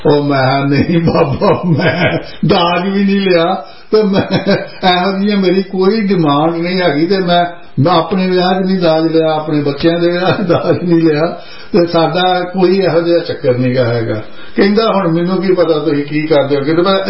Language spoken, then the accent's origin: Punjabi; Punjab, India; moved away; ਮੈਂ ਤੇ ਪੰਜਾਬ ਦਾ ਰਹਿਣ ਵਾਲਾ